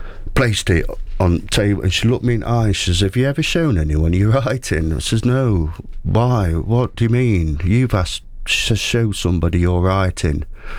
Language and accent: English; Mansfield, East Midlands, United Kingdom; I've been recognised as a writer, and I'm obviously from Mansfield.